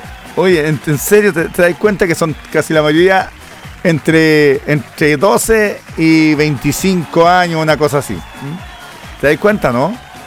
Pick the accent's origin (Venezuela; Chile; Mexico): Chile; Pero como el chileno, aunque no sea en la pista, nosotros nos frenamos igual